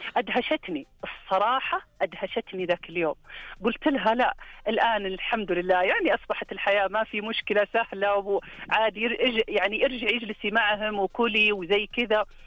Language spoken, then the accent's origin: Arabic; Saudi Arabia